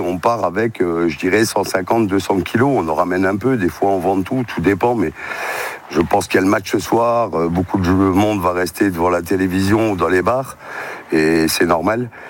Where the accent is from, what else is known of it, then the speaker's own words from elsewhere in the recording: Metz, Grand Est, France; moved away; also born or lived in Tarn; je suis originaire de Metz, j'habitais dans le Tarn, j'ai voulu rejoindre maman qui est d'Amnéville. Et du coup, je suis revenu de la région